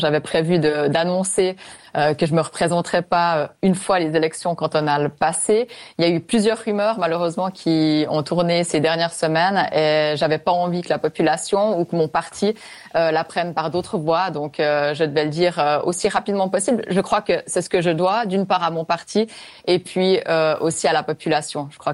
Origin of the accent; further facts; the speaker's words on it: Fribourg, Switzerland; moi j'ai été élue pour défendre la population fribourgeoise, mon canton avant tout